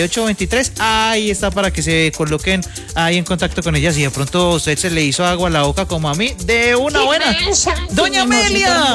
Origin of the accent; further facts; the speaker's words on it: Pereira, Risaralda, Colombia; somos nosotros, los pereiranos, la gente del Eje Cafetero y nosotros los colombianos